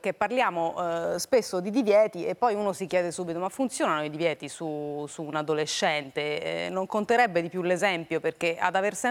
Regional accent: Tuscany, Italy; sono fiorentina, sono della provincia di Firenze

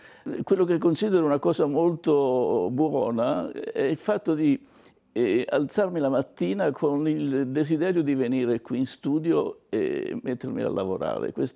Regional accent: Marche, Italy; now in Milan, Italy; sono partito dalla mia città, dalle Marche, sono venuto a Milano per fare il pittore.

